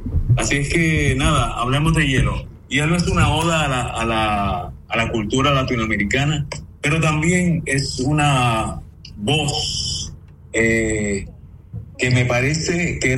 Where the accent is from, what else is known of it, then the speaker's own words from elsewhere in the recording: Mexico; Yo también soy mexicano